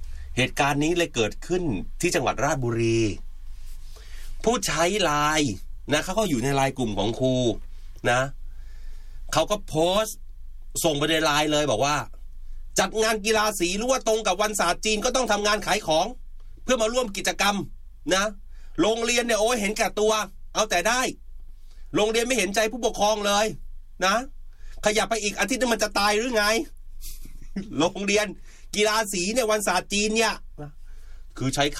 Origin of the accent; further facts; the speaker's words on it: Hainan, China; คือทุกคนก็รู้นะว่า … เนี่ยมาจากเมืองไหหลำ